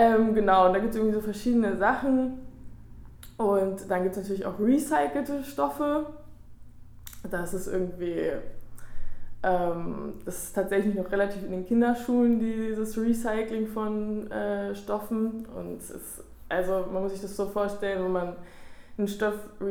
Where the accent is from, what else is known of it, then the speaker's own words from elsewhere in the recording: Berlin, Germany; born there; moved away as an adult; now in Hamburg, Germany; Ich bin eigentlich geboren in Berlin, aber habe studiert in Hamburg Modedesign